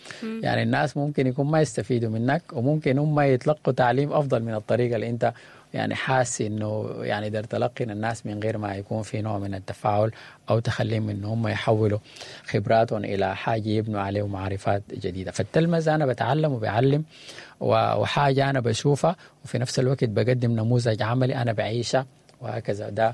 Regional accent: Sudan; كسودانيين

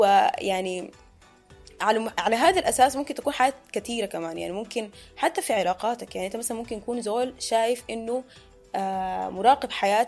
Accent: Sudan; moved away; احنا كسودانيين

